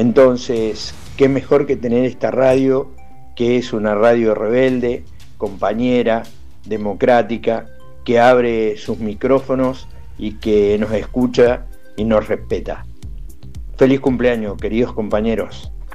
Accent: La Plata, Buenos Aires Province, Argentina; las preocupaciones que tenemos los ciudadanos platenses y quienes también somos parte de la vida activa de la Argentina.

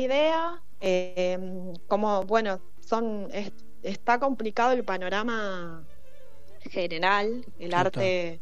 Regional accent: Neuquén, Argentina; now in La Plata, Argentina; yo soy de Neuquén.

